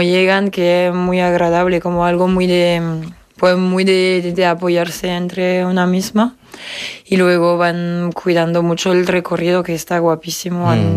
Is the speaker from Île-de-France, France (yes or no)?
no; Auvergne-Rhône-Alpes, France; Spanish is a second language; Yo de cerca de Lyon.